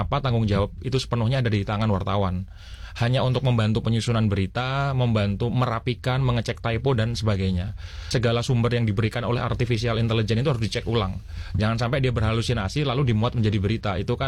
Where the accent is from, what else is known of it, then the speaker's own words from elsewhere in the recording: Java, Indonesia; karena satu saya sepertinya paling muda, dua saya dari Jawa.